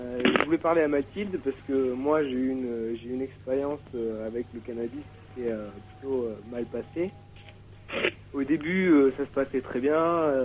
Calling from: Toulouse, Occitanie, France; de Toulouse, 18 ans.

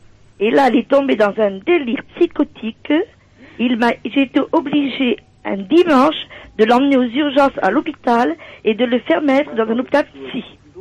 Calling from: Centre-Val de Loire, France; de Florence, dans le Cher.

